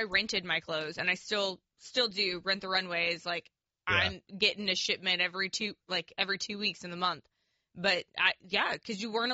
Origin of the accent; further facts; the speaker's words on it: Houston, Texas, United States; This is the longest I've ever lived anywhere outside of college and growing up in Houston